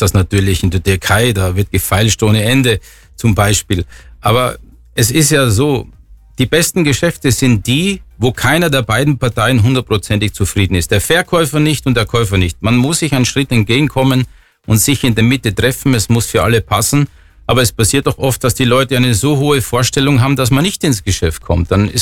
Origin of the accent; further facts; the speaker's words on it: Styria, Austria; Bei uns in der Steiermark war es so, dass die Kinder alle gerne zur freiwilligen Feuerwehr gegangen sind.